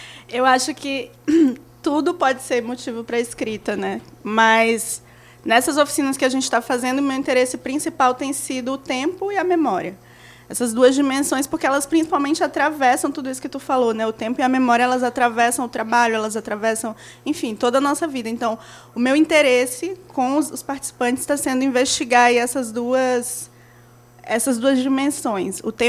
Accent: Maranhão, Brazil; eu só escrevo como eu escrevo porque eu sou do Maranhão.

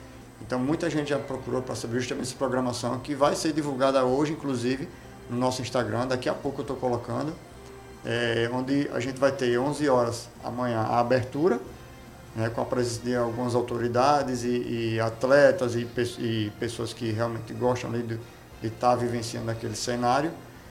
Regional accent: Maceió, Alagoas, Brazil; Eu nasci, sou natural de Maceió, né?

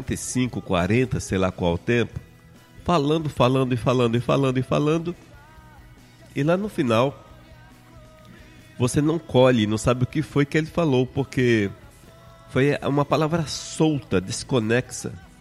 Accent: Brazil; first language Portuguese; eu sou nativo do Brasil, nasci aqui, eu tenho formação superior, sou formado em teologia, e eu falo um português que só a misericórdia de Deus.

